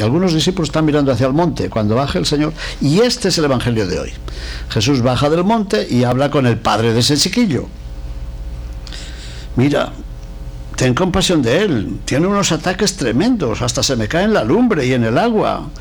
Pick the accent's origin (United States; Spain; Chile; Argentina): Spain; la ciudad de Palencia, que está cerca de mi provincia, de mi tierra.